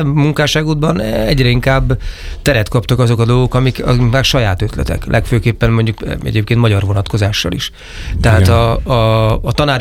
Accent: Szeged, Csongrád-Csanád, Hungary; én szegedi vagyok

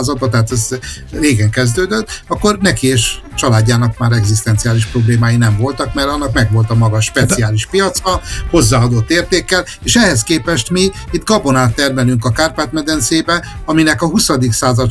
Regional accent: Csökmő, Hajdú-Bihar, Hungary; moved away; én alföldi vagyok alapvetően, Bihari egészen pontosan, egy Csökmű nevű faluból származtam el, mert ugye se egyetem nem volt, se más, úgyhogy kénytelen voltam elköltözni

